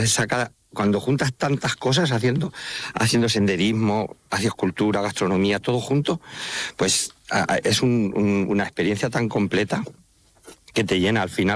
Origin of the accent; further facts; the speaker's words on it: Santa Cruz de los Cáñamos, Castilla-La Mancha, Spain; accent: Manchego; now in Albacete, Spain; Es que soy muy manchego. Yo soy de Ciudad Real, un pueblo que se llama Santa Cruz de los Cáñamos, pero vivo en Albacete.